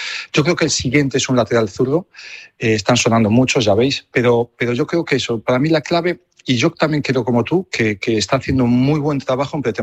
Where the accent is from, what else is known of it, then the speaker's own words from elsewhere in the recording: Oleiros, Galicia, Spain; bueno, que sepas que yo soy de Oleiros, vivo